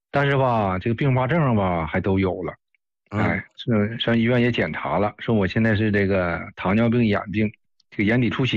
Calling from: Dalian, Liaoning, China; 我家是大连的，

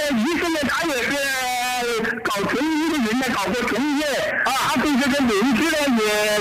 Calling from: Qianjiang, Hubei, China; 我是湖北潜江运粮服农场

